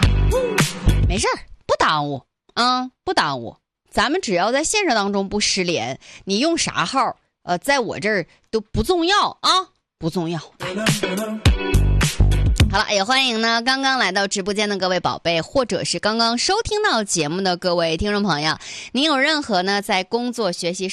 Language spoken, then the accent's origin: Chinese; Northeast China, China